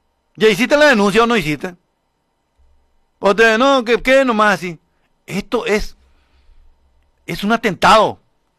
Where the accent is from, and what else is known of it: Paraguay